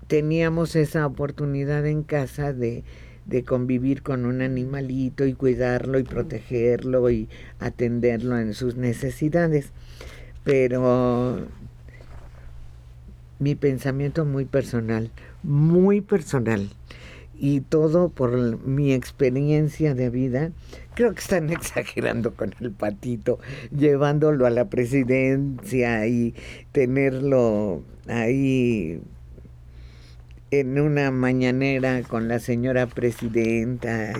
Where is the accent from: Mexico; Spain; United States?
Mexico; Es que habla de cómo somos los mexicanos.